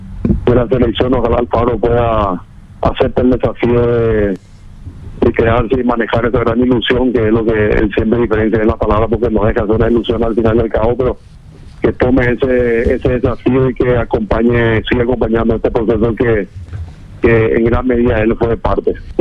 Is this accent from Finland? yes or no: no; Paraguay